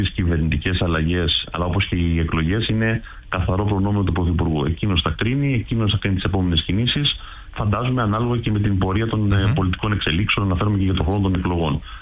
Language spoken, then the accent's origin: Greek; Crete, Greece; εγώ βάζω μέσα και την Κρήτη, τον τόπο μου